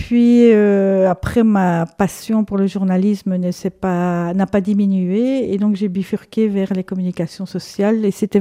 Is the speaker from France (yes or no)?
no; Mons, Wallonia, Belgium; also born or lived in Borinage; Moi, je suis de la région mantoise. J'y suis née, j'y ai grandi et j'ai beaucoup vécu dans le Borinage